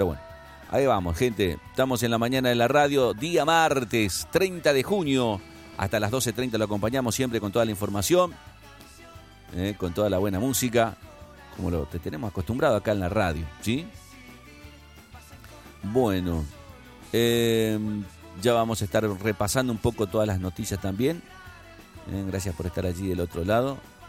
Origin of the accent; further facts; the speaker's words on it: Santa Fe, Argentina; Nosotros, acá en el norte, somos santafesinos de cuarta, ¿sí?